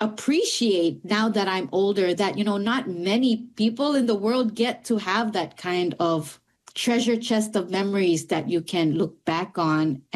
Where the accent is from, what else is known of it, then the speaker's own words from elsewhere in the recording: Micronesia; also born or lived in Pohnpei; a lot of my upbringing was, which was in Micronesia. I was born in Pohnpei, but I, growing up, I island hopped to different islands.